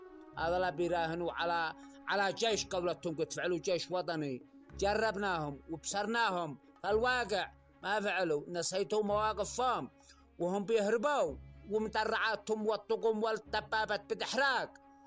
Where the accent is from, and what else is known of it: Yemen